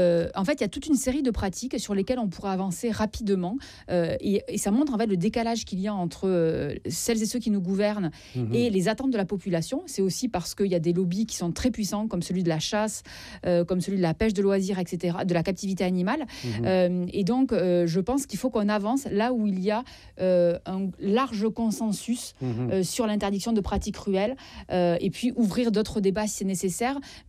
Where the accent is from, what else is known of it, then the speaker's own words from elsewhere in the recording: Southwest France, France; Alors, attendez, je suis